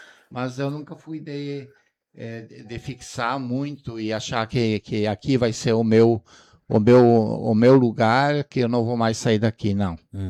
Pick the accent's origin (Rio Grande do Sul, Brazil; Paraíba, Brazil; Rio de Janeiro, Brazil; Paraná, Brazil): Rio Grande do Sul, Brazil; Pejuçara; moved away as an adult; cidade de Pejuçara, pois era a paróquia da qual nós fazíamos parte, né? Da comunidade onde eu me criei